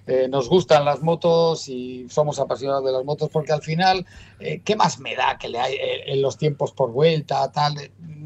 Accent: Basque Country, Spain; Soy vasco y no me rajo.

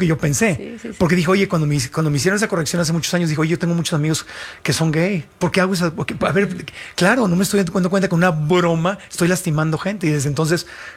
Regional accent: Mexico

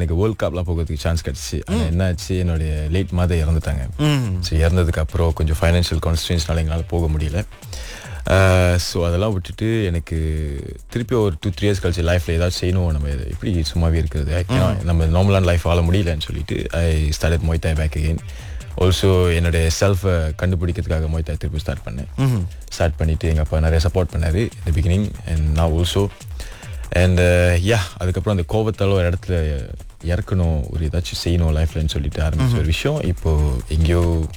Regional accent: Penang, Malaysia; நான் பிணைங்களை பிறந்து வளர்ந்துள்ள பிணைங்களை தான்.

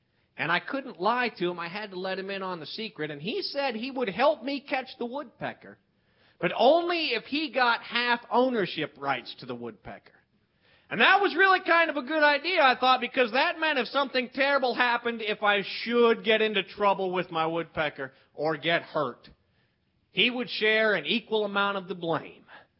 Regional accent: West Virginia, United States; But I grew up here in West Virginia

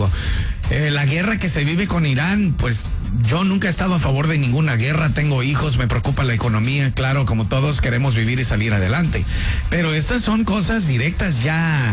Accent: Guadalajara, Jalisco, Mexico; Yo viví en Guadalajara, me bautizaron allá en Chapala, güey. Yo soy de Jalisco, yo sé.

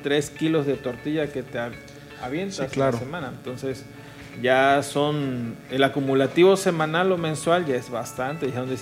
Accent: Mexico; la dieta que llevamos como mexicanos es exceso de carbohidratos.

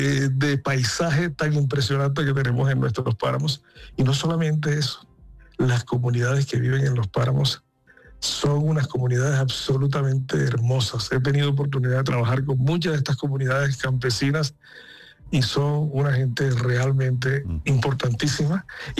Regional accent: Caribbean Region, Colombia; now in Bogotá, Colombia; Yo que pues si bien soy del Caribe, llevo casi toda mi vida sentado en Bogotá.

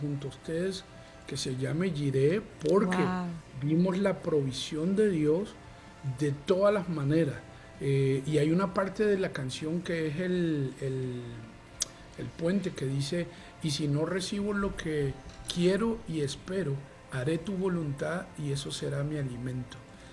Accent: Puerto Rico; also born or lived in Venezuela; Nací en Venezuela, aunque me crié en Puerto Rico.

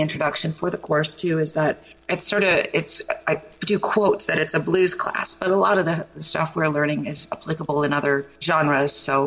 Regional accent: Saskatoon, Saskatchewan, Canada; also born or lived in Ottawa / Toronto; now in Niagara, Canada; being Canadian, and it's like my hometown is Saskatoon, but I lived in Ottawa briefly, so it feels like another hometown. And Toronto, I lived there, well, it's getting actually the longest, 14 years, and now I've been in Niagara for 13 years

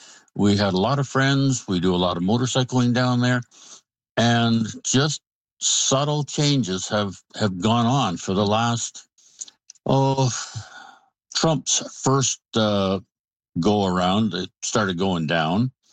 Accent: Canada; Just small insults. They just don't really want us there.

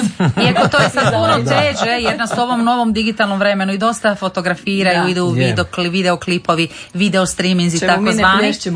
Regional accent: Croatia; accent: Kajkavian; oni sigurno čuju da sam ja uvodno govorila u standardu. Međutim, sad kad smo se mi već opustili, sad smo polako počeli pokoj kaj.

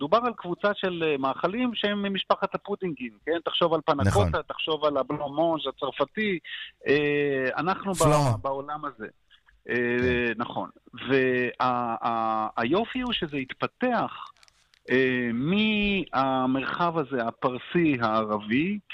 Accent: Jaffa, Tel Aviv District, Israel; אני זוכר בתור ילד ביפו

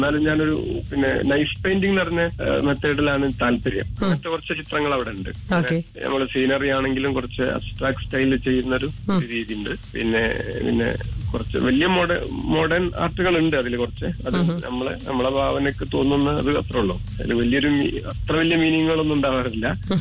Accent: Kozhikode, Kerala, India; moved away as an adult; now in Qatar; നാട്ടില് കോഴിക്കോട്, ഫറൂഖ് കഴിഞ്ഞ് ഫറൂഖ് കോളേജ് കഴിഞ്ഞ് തിരുത്തിയാട് നടന്ന സ്ഥലം.

